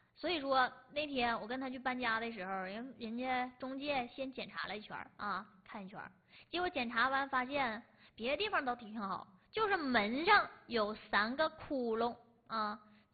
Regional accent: Daqing, Heilongjiang, China

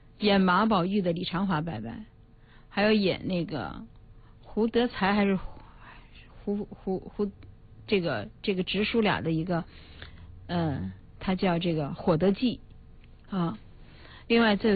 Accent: Beijing, China; 因为我北京人，北京生，北京长。

